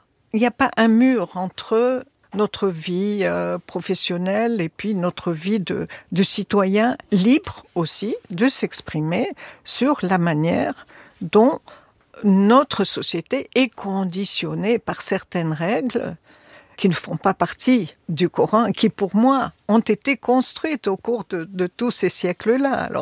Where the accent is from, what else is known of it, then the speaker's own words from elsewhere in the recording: Tunisia; Chez nous, en Tunisie, voilà.